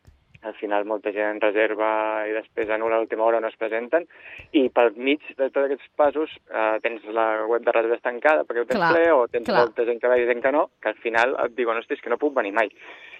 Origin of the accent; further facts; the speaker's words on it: Sitges, Catalonia, Spain; molt content d'aquesta proposta que marxant del meu poble de Sitges i anant a Ribes.